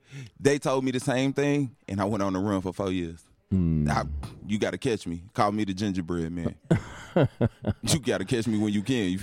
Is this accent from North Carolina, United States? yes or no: no; Chicago, Illinois, United States; I come from Chicago, so you know what I mean?